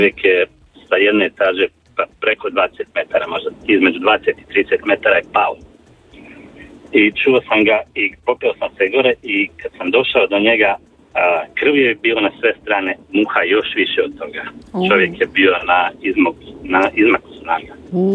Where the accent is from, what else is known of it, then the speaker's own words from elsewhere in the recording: Bosnia & Herzegovina; pošto sam rodom iz Bosne, a tamo je, hvala Bogu, dosta rudnika.